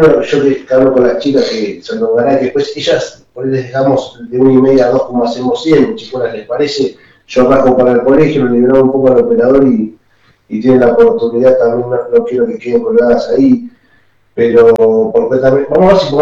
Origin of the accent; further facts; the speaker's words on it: Bahía Blanca, Buenos Aires Province, Argentina; soy de Bahía